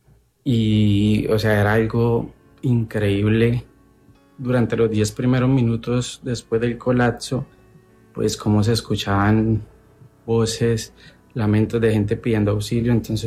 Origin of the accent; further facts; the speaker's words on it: Tolima, Colombia; en mi caso yo soy del Tolima y justamente el domingo 9 de agosto viajé a Cali por una cita médica